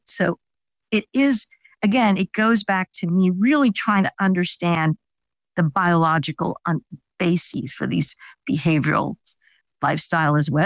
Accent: Italy; first language Italian; English is a second language; the book was originally written in Italian, which is my mother tongue.

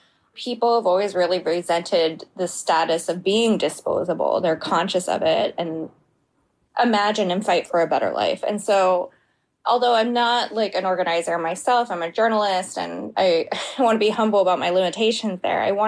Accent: Virginia, United States; But growing up where I did, and specifically learning about th

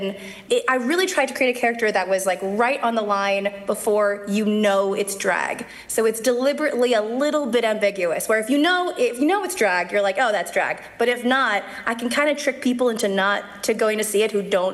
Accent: Canada; So, and I'm Canadian, so it's even worse.

